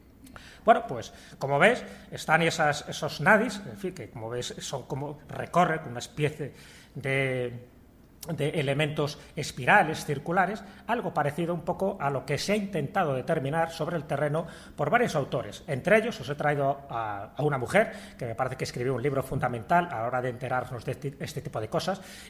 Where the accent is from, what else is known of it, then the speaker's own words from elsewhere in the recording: Spain; born there; como yo vivo en España, he nacido en España, pues evidentemente tiro para mi lugar